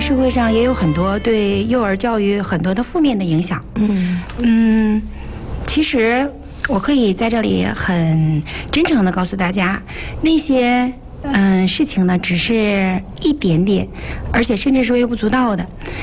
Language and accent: Chinese; Jilin, China; moved away as an adult; now in Jinzhou, China; 我老家在吉林，那里边是平原，没有山也没有海。所以来锦州快20年了